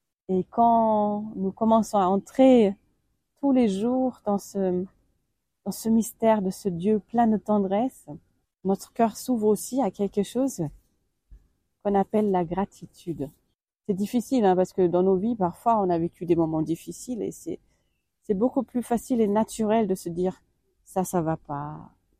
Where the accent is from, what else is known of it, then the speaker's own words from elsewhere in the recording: Germany; now in Nevers, France; comme je suis allemande